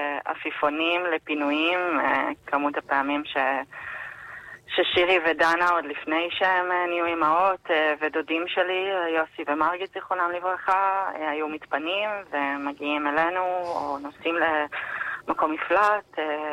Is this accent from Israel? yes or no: yes; Central Israel, Israel; אני ואחי גדלנו בעיר במרכז הארץ